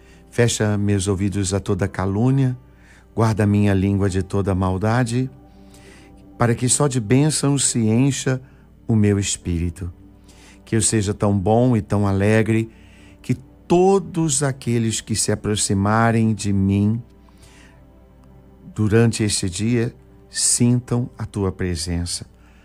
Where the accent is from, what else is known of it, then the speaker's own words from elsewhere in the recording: Brazil; para nós que somos brasileiros